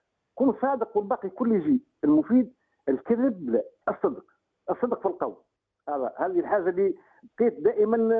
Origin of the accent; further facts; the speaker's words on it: Tunisia; also born or lived in Kasserine; أنا راني ولدت في الريف وولد ريف